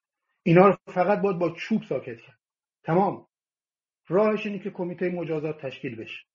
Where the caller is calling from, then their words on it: Mazandaran, Iran; من مازندرانیم، من بچه کوهستانم.